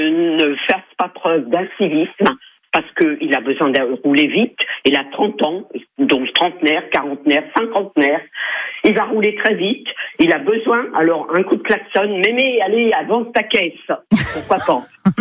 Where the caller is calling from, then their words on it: Thouars, Nouvelle-Aquitaine, France; je suis de Thouars, hein, donc dans le centre-ville